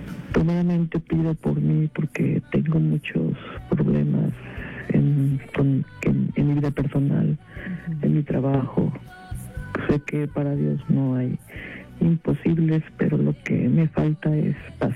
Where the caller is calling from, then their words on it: Calgary, Alberta, Canada; En Calgary, Canadá.